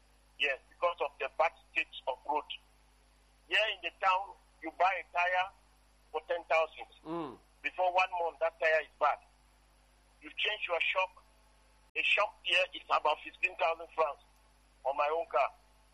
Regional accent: Lobe Estate, Southwest Region, Cameroon; I was born and grew up in his area. I was born in Lobe Estate.

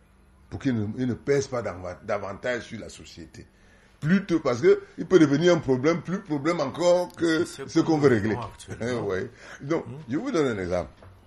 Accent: Yoko, Centre, Cameroon; Moi, je me rappelle quand j'étais gamin, j'étais à Yoko. Mon père était gendarme.

